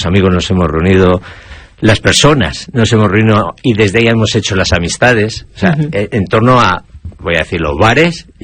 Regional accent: Spain; born there; yo nací en España en el año 68, tengo esa suerte de nacer ahí.

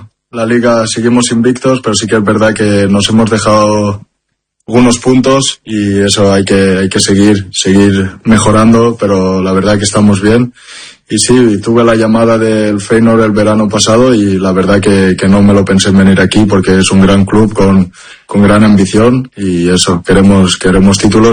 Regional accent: Valencian Community, Spain

